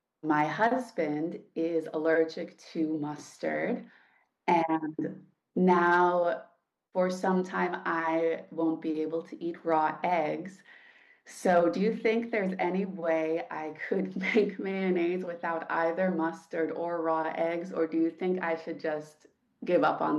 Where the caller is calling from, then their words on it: Tel Aviv, Tel Aviv District, Israel; I'm calling from Tel Aviv.